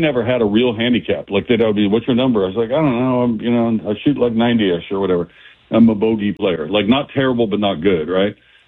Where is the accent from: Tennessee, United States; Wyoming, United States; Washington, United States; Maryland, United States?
Washington, United States; Kent; We grew up in Kent, so we're only, you know, 15, 20 minutes away.